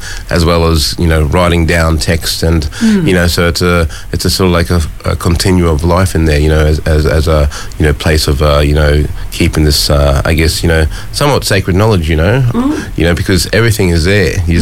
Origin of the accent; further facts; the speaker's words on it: Mount Isa, Queensland, Australia; moved away; growing up on Kalkadunga country in far northwestern Queensland